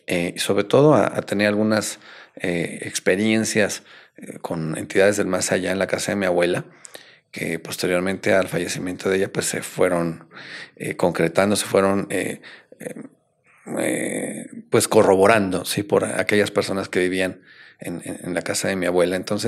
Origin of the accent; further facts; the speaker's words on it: Querétaro, Mexico; born there; yo soy mexicano, tengo actualmente 45 años de edad. Yo nací un 8 de octubre del 79 en la ciudad de Querétaro, México, de familia pues muy católica